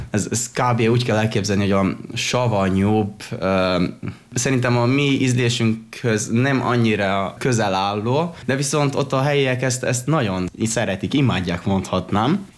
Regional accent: Prekmurje, Slovenia; Voltunk mi, mint muravidékiek, magyarok

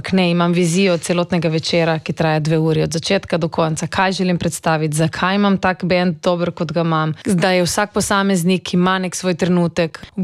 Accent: Slovenian Littoral, Slovenia; accent: Primorska / Koper coastal dialect; govorim primorsko in pokoprsko

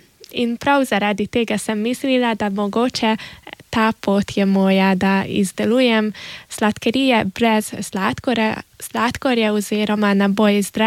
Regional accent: Szakonyfalu, Vas, Hungary; Ja, sem iz Sakalovec, sem porabska Slovenka, tako oče kot mama sta porabska Slovenca in sem šla študirati v Budimpešto

